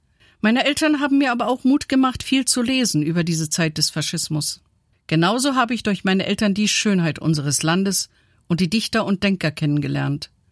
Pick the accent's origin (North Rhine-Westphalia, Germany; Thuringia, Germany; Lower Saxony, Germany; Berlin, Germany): Thuringia, Germany; Erfurt; Erst nach 1989 habe ich erfahren, dass in meiner Heimatstadt Erfurt die Brennöfen für das KZ Auschwitz hergestellt wurden.